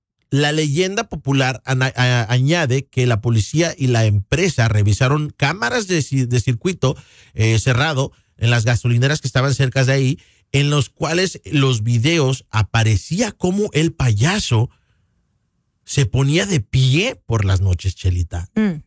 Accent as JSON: {"language": "Spanish", "region": "Morelos", "country": "Mexico", "moved": "yes", "said": "en Cuernavaca, donde cerquita de donde soy yo. En Cuernavaca, Morelos"}